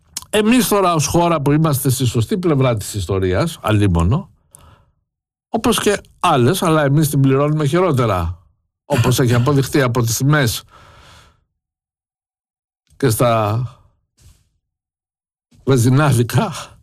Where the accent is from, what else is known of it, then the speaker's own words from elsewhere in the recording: Greece; και εμείς ως Έλληνες